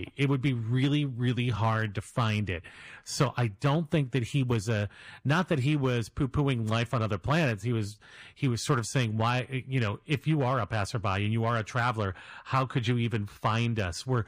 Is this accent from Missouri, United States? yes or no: yes; Missouri, United States; And I'm from Missouri, and I haven't even heard of Stover, Missouri.